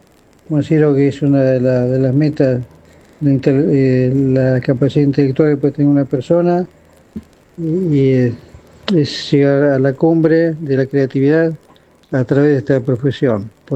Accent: Ciudadela, Buenos Aires Province, Argentina

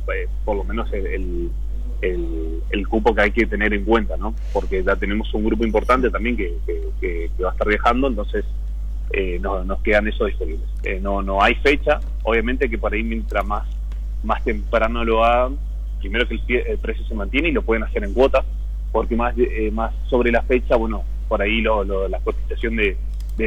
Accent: Puerto Iguazú, Misiones, Argentina; De Iguazú, sí, yo, bueno, porque soy de Iguazú, sí.

